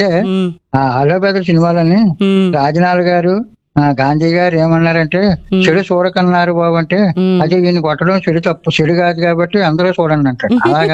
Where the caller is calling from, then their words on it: Durgada, Andhra Pradesh, India; మాది దుర్గాడ, కాకినాడ జిల్లా దుర్గాడమ్మ.